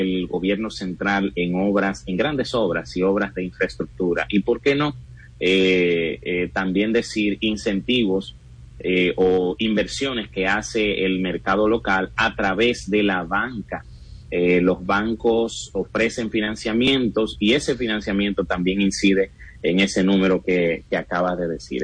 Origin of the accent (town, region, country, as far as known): Dominican Republic